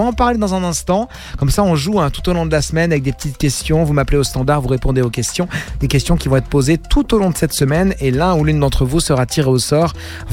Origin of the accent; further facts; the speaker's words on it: France; accent: French; Oui, j'ai l'accent un petit peu français quand je parle anglais.